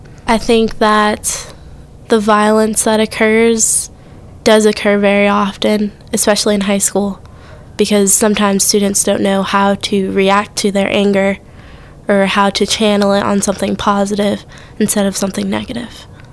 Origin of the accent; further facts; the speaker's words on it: South Allegheny, Pennsylvania, United States; I'm 18, and I'm from South Allegheny.